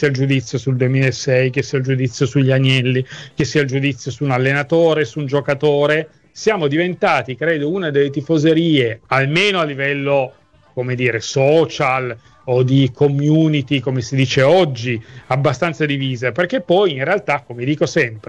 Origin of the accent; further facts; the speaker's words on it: Liguria, Italy; E io personalmente, sarà perché sono liguri e i liguri sono molto lamentosi